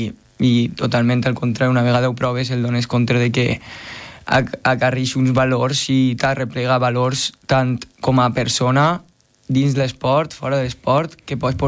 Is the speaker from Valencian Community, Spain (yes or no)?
yes; Almoines, Valencian Community, Spain; Jo soc d'Almoines.